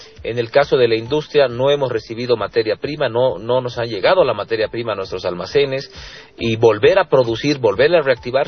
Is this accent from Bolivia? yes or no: yes; Bolivia